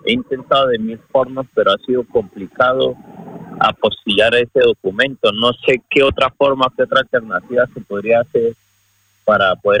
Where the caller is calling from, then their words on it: Alcázar de San Juan, Castilla-La Mancha, Spain; de Alcázar de San Juan.